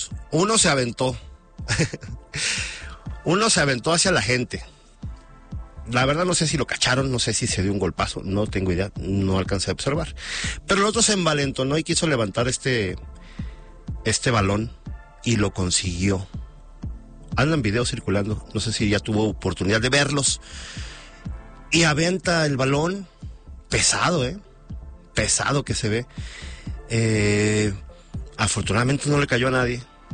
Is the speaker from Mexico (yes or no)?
yes; Mexico